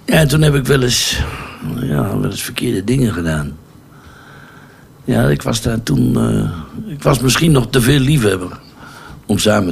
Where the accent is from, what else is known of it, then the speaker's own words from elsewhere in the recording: Kampen, Overijssel, Netherlands; Ja, ik ben hier geboren, getogen en ik zal hier ook ooit sterven.